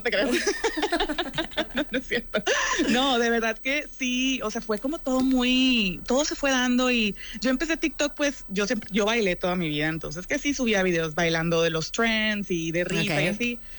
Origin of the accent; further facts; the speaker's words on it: Mexico; vale la pena entenderla por como mexicanos y saber qué celebramos ayer.